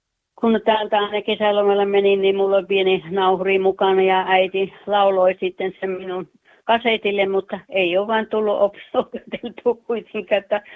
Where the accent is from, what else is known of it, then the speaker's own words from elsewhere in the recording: Juuka, North Karelia, Finland; Sieltä Pohjois-Karjalasta Juuasta.